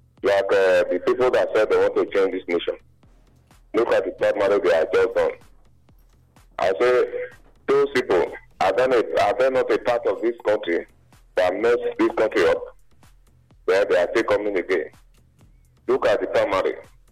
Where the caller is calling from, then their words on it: Nigeria; We're calling from the Tessie community.